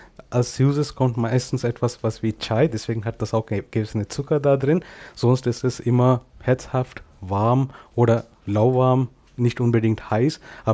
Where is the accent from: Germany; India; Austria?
India; Karnataka; first language Kannada; German is a second language; Muttersprache heißt Kanada, genau wie das Land Kanada